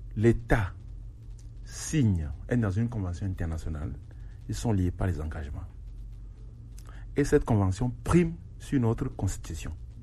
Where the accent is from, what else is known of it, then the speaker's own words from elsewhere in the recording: Lomé, Maritime, Togo; born there; Je suis né dans le Golfe 4 à l'Omnava. À l'époque, c'était le 3e arrondissement.